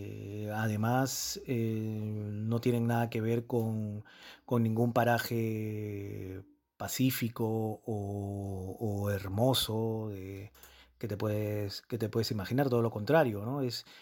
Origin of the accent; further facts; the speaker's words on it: Lima, Peru; en mi ciudad natal, ¿no? En Lima